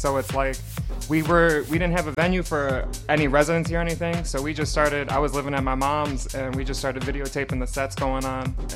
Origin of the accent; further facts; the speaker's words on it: Michigan, United States; also born or lived in Indiana; I'm from Michigan. I'm from the metro area